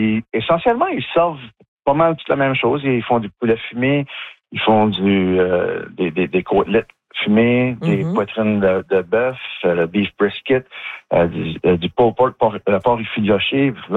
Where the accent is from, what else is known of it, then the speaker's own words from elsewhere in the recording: Tracadie, New Brunswick, Canada; chez nous à Tracadie.